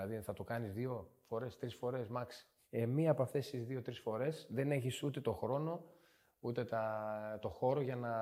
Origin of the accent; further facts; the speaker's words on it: Strymoniko, Central Macedonia, Greece; Στο χωριό μου, στο Στριμονικό, μέχρι τα 16 μου. Εκεί ξεκίνησα, από μικρό παιδάκι.